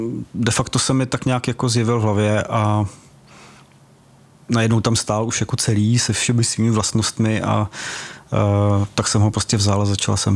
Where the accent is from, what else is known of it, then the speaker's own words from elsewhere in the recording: Horní Stropnice, South Bohemian Region, Czechia; Já jsem rodilý Jihočech.